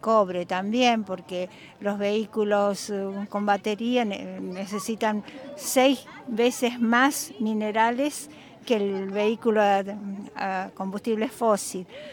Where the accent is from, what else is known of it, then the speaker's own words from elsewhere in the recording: Catamarca, Argentina; vengo de Catamarca.